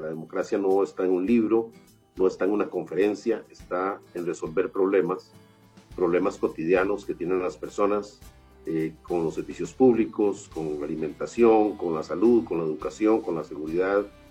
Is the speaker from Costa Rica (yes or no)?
yes; Costa Rica; Tenemos que estar de alguna manera contentos como costarricenses